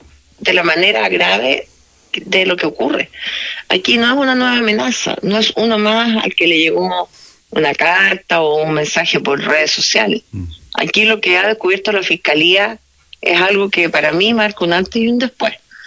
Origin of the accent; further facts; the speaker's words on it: Chile; Porque aquí lo que nosotros, como chilenos, esperamos